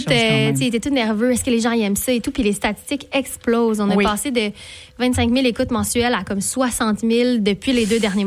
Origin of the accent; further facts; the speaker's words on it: Saint-Ignace-de-Loyola, Quebec, Canada; Je viens de Saint-Ignace de Loyola quand même.